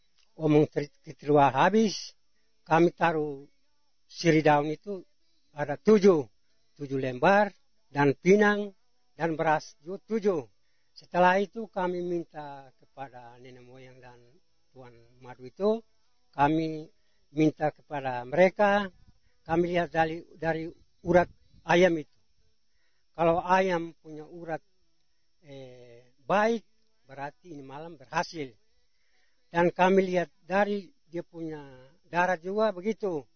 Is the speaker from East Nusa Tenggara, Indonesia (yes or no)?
yes; East Nusa Tenggara, Indonesia; Kami orang Kemak, kami punya tradisi. Tradisi dari nenek moyang, kaitan untuk kami panen madu, itu dari kami Kemak dari suku Lakobun.